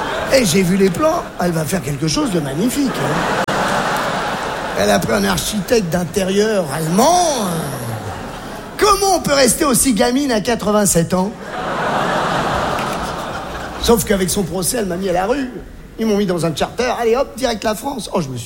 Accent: Algeria; born there; Je suis né en Algérie.

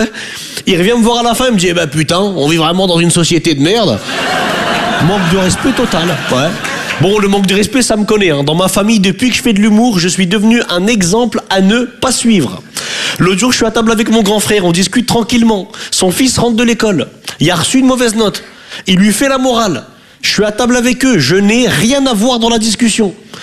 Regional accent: northern France, France; now in Paris, France; Je viens du nord de la France. J'ai vu dans vos regards le Nantes, t'es un arabe. Hein. Je viens d'arriver à Paris.

